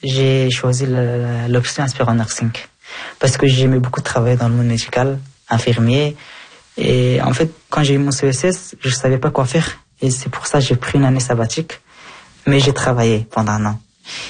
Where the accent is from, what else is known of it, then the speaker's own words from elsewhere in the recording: Afghanistan; now in Belgium; Oui, j'ai eu ma nationalité depuis l'année passée. Je suis plus afghan maintenant, je suis belge.